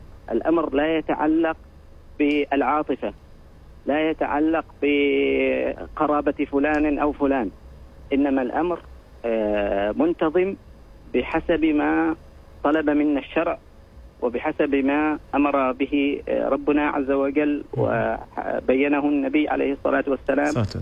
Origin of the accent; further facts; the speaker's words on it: Oman; في بلدنا سلطنة عمان